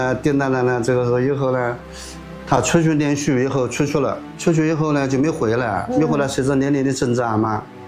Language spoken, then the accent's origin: Chinese; China; 我们中国人民勇敢的抗日